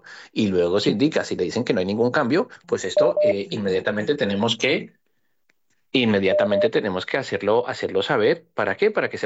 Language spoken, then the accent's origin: Spanish; Colombia; now in Madrid, Spain; Quienes vivimos, personas colombianas, importante, quienes vivimos aquí en España